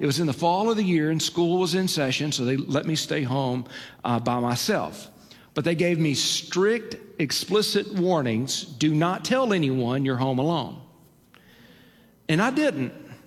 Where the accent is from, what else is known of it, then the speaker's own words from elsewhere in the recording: Alabama, United States; But I grew up in North Alabama, in Lawrence County, Alabama. We grew up on a cattle ranch, and it was Charlet cattle surrounding our home.